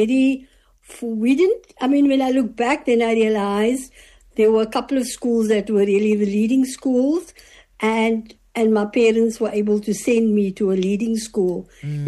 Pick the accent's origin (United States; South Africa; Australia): South Africa; Claremont, Western Cape; born there; I was born in Claremont in a little house opposite where you have the police station at the moment. So I was born there, but then when I was 2 years old, we had to move because Claremont was being declared a white area.